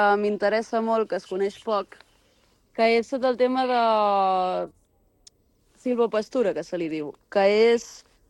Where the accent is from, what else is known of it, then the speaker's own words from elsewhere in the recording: Barcelona, Catalonia, Spain; moved away as an adult; now in Gironella, Spain; Jo això soc de Barcelona, però bueno, amb aquest context familiar, no?